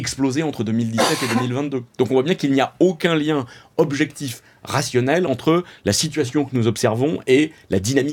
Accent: France; chez nous en France

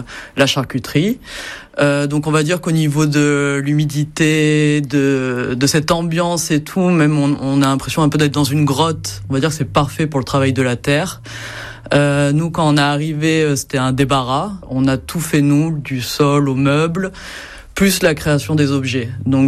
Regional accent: Calvi, Corsica, France; also born or lived in Nice; now in Costa, France; Oui, alors en fait, j'ai grandi à Calvi. Mes arrière-grands-parents habitaient à Costa. Par la suite, je suis allée vivre à Nice

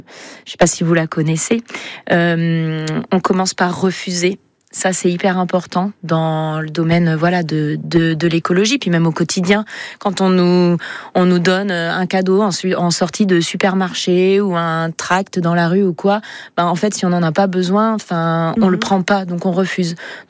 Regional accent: France; Moi, je suis française. On est à côté de Chamonix.

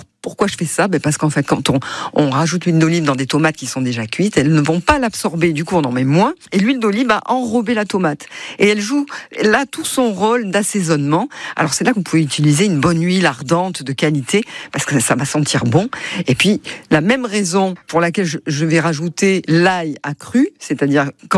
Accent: Provence-Alpes-Côte d'Azur, France; la tomate allongée qu'on appelle chez nous en Provence, la pendelote.

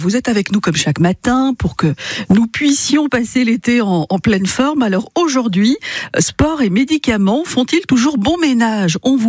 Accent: Normandy, France; Chez nous, en Normandie, au château de Miroménil, à Tourville-sur-Arc, on n'est pas très loin de Dieppe.

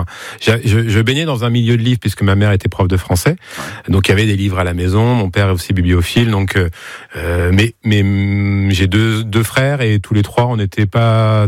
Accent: Nuillé-sur-Vicoin, Pays de la Loire, France; also born or lived in Laval; Moi, je suis originaire de Nuillé-sur-Vicoin.

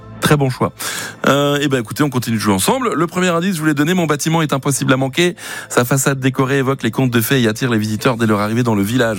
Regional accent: Meistratzheim, Grand Est, France; Je le répète pour ceux qui ne le savent pas, je viens de Meistratzheim. Je crois que tout le monde est au courant.

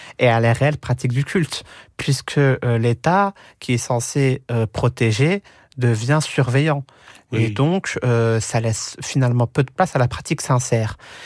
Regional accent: Algeria; Le second pays, qui est mon pays d'origine, l'Algérie.

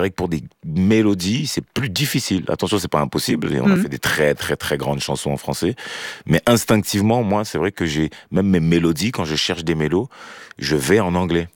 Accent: Marseille, Provence-Alpes-Côte d'Azur, France; born there; Moi, je suis né à Marseille. Ils arrivent, je crois. Je suis né en 96.

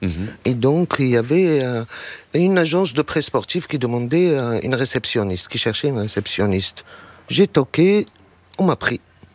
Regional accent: Morocco; J'ai grandi au Maroc, j'étais l'aîné de 7 enfants, donc 6 garçons.

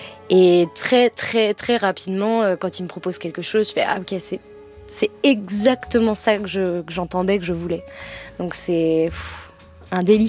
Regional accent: Rennes, Brittany, France; Je suis originaire de Rennes, ouais.

